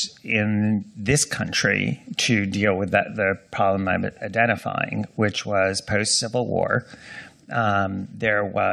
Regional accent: New York, United States; also born or lived in Washington, D.C.; and I'm going to say this as a New Yorker

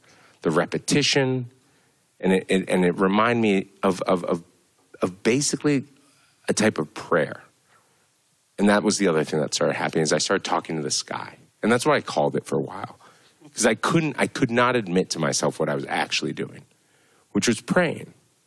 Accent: Boston, Massachusetts, United States; I grew up unhoused in Boston.

